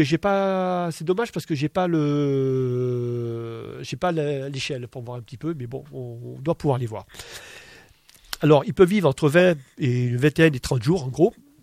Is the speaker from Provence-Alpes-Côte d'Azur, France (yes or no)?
yes; Provence-Alpes-Côte d'Azur, France; on appelle ça en Provence, je suis provençal, les arabis